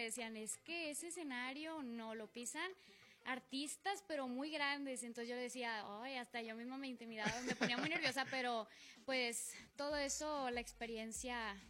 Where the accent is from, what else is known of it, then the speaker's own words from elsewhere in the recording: Apodaca, Nuevo León, Mexico; Soy de aquí de Monterrey, ahí de Apodaca.